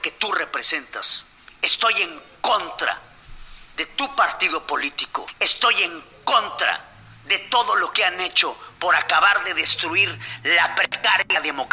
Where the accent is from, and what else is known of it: Mexico